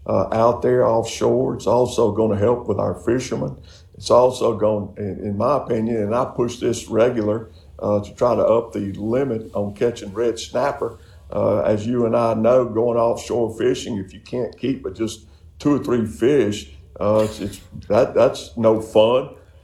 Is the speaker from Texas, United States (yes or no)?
no; Mississippi, United States; born or raised there